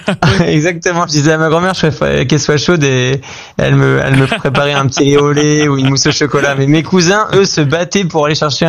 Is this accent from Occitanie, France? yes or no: no; Normandy, France; Et toute mon éducation et mon enfance en Normandie, c'est ce rapport entre l'agriculture et nos produits que l'on fabrique au quotidien.